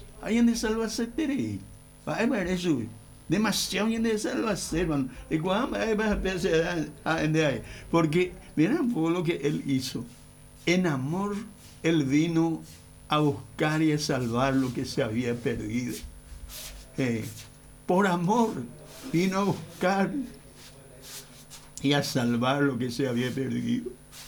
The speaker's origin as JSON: {"language": "Spanish", "country": "Paraguay"}